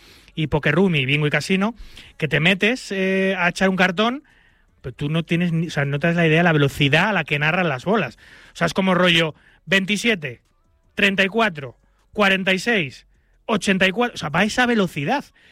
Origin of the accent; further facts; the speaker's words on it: Madrid, Community of Madrid, Spain; yo nunca he vivido un calor tan seco y tan salvaje, a pesar de que soy madrileño y aquí también lo sufrimos